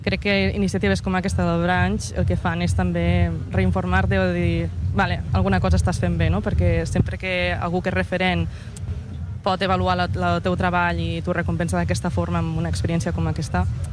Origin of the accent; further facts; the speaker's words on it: L'Ametlla de Mar, Catalonia, Spain; now in Barcelona, Spain; Jo sóc de l'Ametlla de Mar.